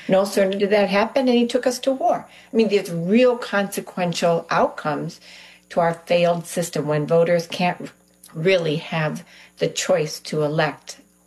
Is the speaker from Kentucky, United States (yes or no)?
no; Dubuque, Iowa, United States; now in Minnesota, United States; I'm an Iowan, a Dubuquer, so not too far from Chicago.